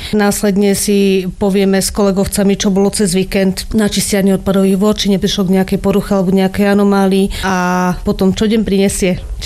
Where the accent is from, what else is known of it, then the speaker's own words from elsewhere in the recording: Malacky, Bratislava Region, Slovakia; Nie, ja som rodená Malačanka, ale môj otec pochádza zo Zohoru.